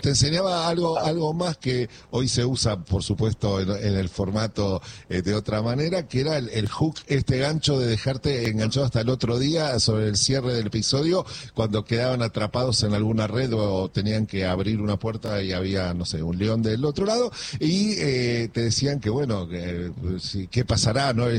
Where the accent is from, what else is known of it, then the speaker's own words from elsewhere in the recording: Argentina; born there; para nosotros que nacimos en Argentina